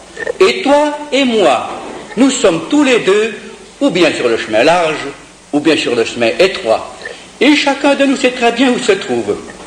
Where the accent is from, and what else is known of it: Switzerland